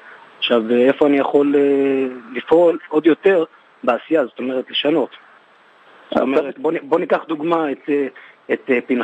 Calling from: Tel Aviv, Tel Aviv District, Israel; אני כרגע מתל אביב.

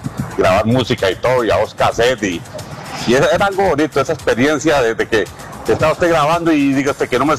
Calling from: Santa Bárbara, Heredia, Costa Rica; Jonathan, buenos días … de Santa Bárbara, Heredia.

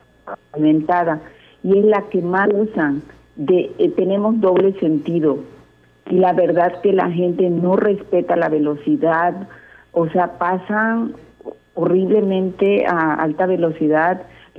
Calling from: Mérida, Yucatán, Mexico; Nosotros vivimos aquí en la colonia Santa Rita, Cholul

